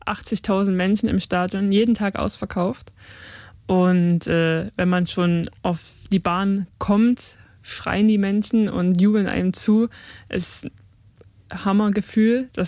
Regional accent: Chemnitz, Saxony, Germany; born there; moved away as an adult; now in Leipzig, Germany

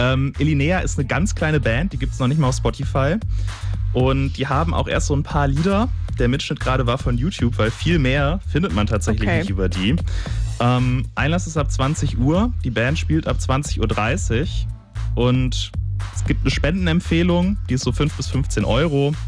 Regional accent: western Germany, Germany; now in Leipzig, Germany; Es ist schwierig, weiter nach Westen zu kommen in Deutschland, als da, wo ich herkomme.

